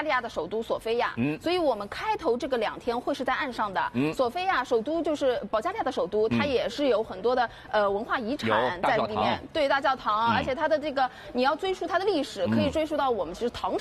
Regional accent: China; 其实河轮一定要适合我们中国人去乘坐，对不对？

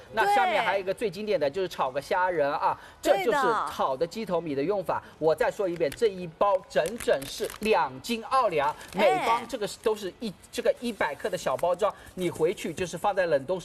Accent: Suzhou, Jiangsu, China; 因为我是苏州人

